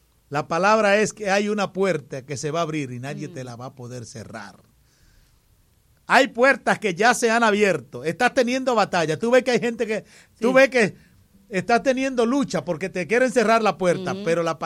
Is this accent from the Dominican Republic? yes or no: yes; Higüey, La Altagracia, Dominican Republic; born there; Mi tierra vernácula, donde yo nací, Hato de Mana de Higüey.